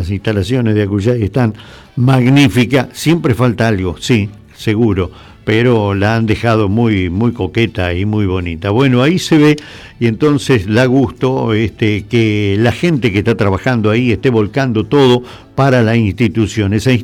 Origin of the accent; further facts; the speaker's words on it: Argentina; Somos argentinos